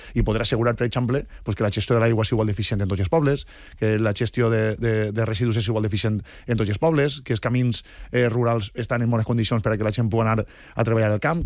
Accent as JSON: {"language": "Catalan", "town": "Gavarda", "region": "Valencian Community", "country": "Spain", "tie": "born or raised there", "said": "Jo crec que cada un som d'un esquem i jo vaig néixer en Gavarda. Jo crec que vaig tenir la sort, no?, de viure en el meu poble. I jo sóc un enamorat del meu poble, la veritat."}